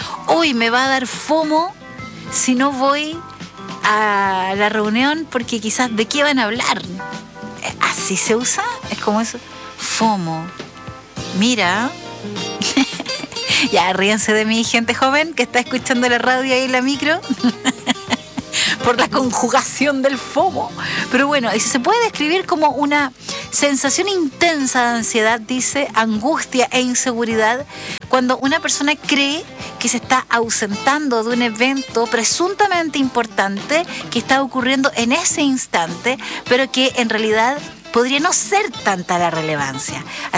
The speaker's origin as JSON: {"language": "Spanish", "country": "Chile", "said": "Nosotros siempre hablamos de nuestra manera de hablar en nuestro país."}